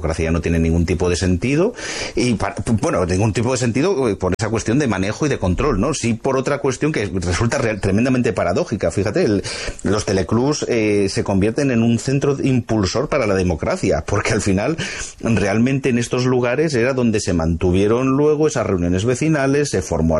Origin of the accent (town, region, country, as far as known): Spain